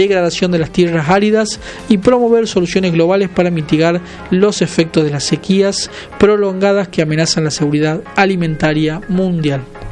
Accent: Tucumán, Argentina

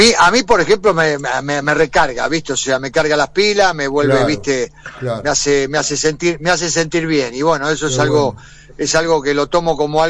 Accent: Tapiales, Buenos Aires Province, Argentina; nos criamos juntos en el Juvencia de Tapiales.

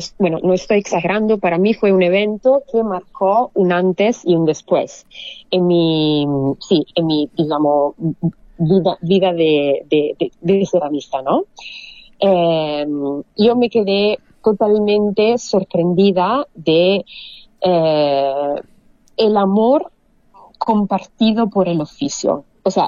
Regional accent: Italy; born there; Spanish is a second language; cuando volví a Italia, fue bajar al río de mi pueblito, entonces, no de Torino, sino de donde originariamente, donde

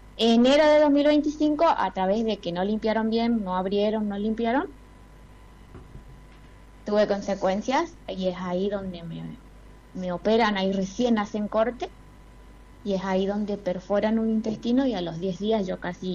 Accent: Villa Berthet, Chaco, Argentina

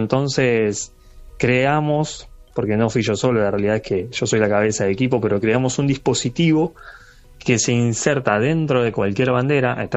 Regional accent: Quilmes, Buenos Aires Province, Argentina; born there; Yo soy de Buenos Aires. Yo nací en la ciudad de Quilmes. Bueno, vivo actualmente en Wilde, en Avellaneda, la zona sur de la provincia de Buenos Aires, pero bueno, tengo familia en Córdoba

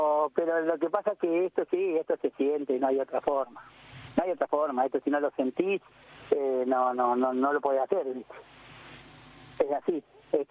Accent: La Pampa, Argentina; Nosotros que somos criados, nacidos y criados en La Pampa

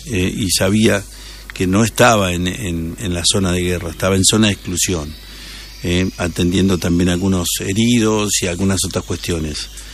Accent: Bolívar, Buenos Aires Province, Argentina; somos varios de Bolívar.

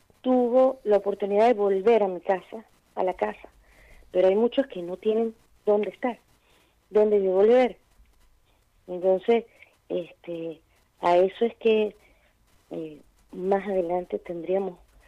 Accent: Venezuela; now in Argentina; nosotros como inmigrantes, como venezolanos que estamos fuera

